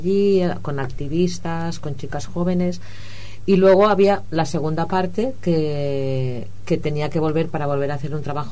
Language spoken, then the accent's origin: Spanish; Catalonia, Spain; born there; aquí, como catalana, desde que yo soy pequeña